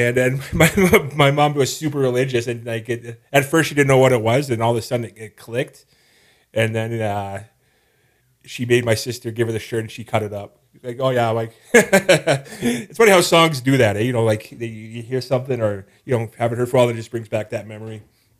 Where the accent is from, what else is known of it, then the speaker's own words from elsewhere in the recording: Windsor, Ontario, Canada; they're from my hometown, Windsor, Ontario.